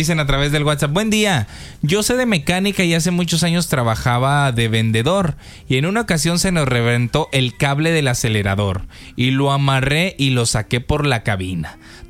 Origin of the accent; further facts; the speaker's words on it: Mexico; Y cuando un mexicano ve en apuros a otro, como buen mexicano te toca ayudar.